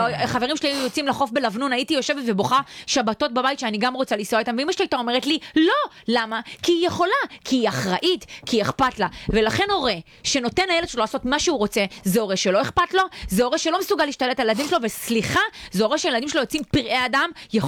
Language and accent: Hebrew; Kfar Tavor, Northern District, Israel; אני גדלתי במושב, אם הייתי מעיזה, ואתה יודע, זה נורא קל. ארזדרים, כולם בכפר תבור היו על ארזדרים.